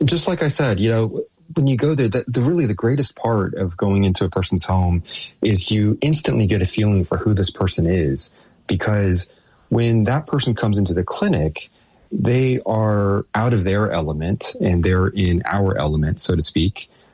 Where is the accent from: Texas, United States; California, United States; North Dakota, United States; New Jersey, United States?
Texas, United States; I grew up in Texas playing football